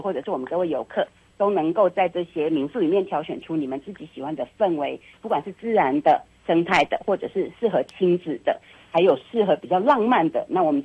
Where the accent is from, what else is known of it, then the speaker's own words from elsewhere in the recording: Puli, Nantou County, Taiwan; 土生土长